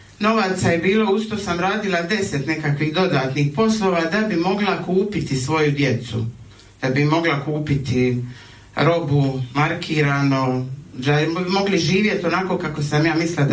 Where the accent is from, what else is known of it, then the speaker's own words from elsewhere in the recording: Dubrovnik, Dubrovnik-Neretva County, Croatia; dolazim iz Dubrovnika.